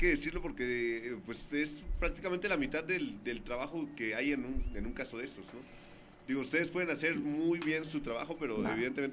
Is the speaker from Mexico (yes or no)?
yes; Mexico